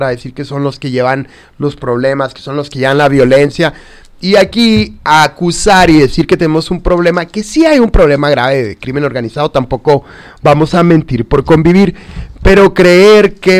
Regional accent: Mexico; celebrar estas declaraciones como mexicano se me hace delicado

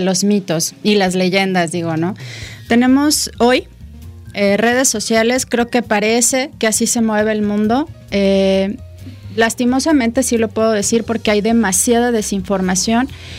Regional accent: Mexico; Somos mexicanos.

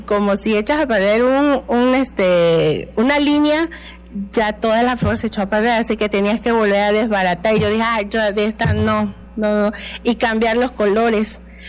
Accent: Tabasco, Mexico; como las blusas tabasqueñas, de donde yo soy

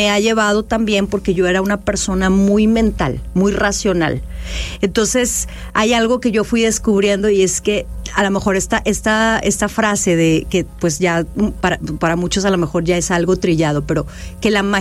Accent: Orizaba, Veracruz, Mexico; now in Mexico City, Mexico; yo soy de Orizaba, Veracruz, nací en Orizaba, Veracruz, pero bueno, ya llevo muchos años viviendo en Ciudad de México

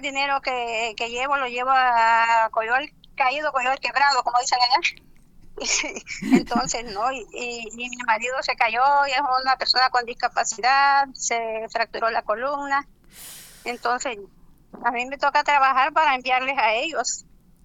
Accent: Tegucigalpa, Francisco Morazán, Honduras; moved away as an adult; also born or lived in El Corpus, Choluteca; Yo nací en el Corpus, pero viví 50 años en Tegucigalpa. Llegué como de 2 años, 2 años y medio. Y pues amo Tegucigalpa, como que hubiera nacido ahí.

